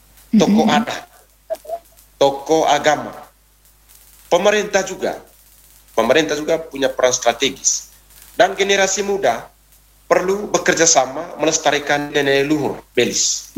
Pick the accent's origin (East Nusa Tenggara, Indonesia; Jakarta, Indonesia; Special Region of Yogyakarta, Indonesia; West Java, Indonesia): East Nusa Tenggara, Indonesia; Manggarai; kita orang Manggarai ini?